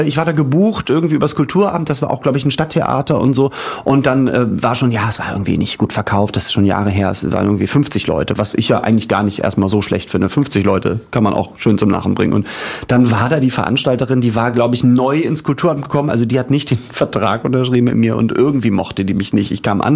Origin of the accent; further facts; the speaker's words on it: Hamburg, Germany; born there; Ja, ich bin Hamburger, geborener Hamburger.